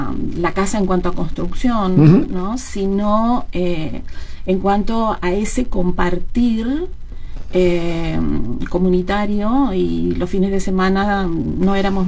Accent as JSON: {"language": "Spanish", "region": "Maldonado", "country": "Uruguay", "tie": "born there", "also_born_or_lived": "Piriápolis, Uruguay", "said": "Después mi familia se trasladó a Maldonado y fui a la escuela número 2 y luego hice secundaria en las Hermanas Capuchinas, el Liceo de las Hermanas Capuchinas."}